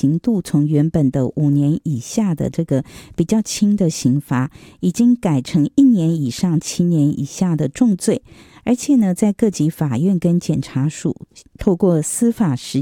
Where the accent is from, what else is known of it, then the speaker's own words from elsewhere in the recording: Taiwan; 我觉得我们台湾人还是心地善良的居多